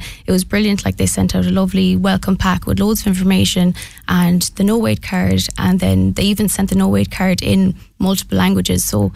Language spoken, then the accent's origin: English; Mayo, Connacht, Ireland; now in Galway, Ireland; I'm from Mayo